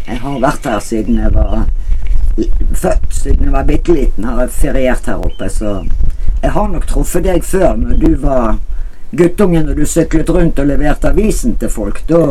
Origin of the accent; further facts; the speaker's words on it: Bergen, Vestland, Norway; jeg er fra Bergen, oppvokst i Bergen.